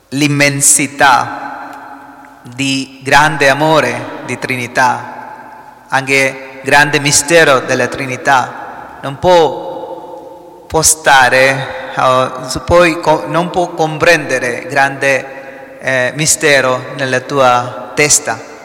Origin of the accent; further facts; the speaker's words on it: Kerala, India; Italian is a second language; now in Italy; Io sono indiano, vengo da sud di India, Kerala.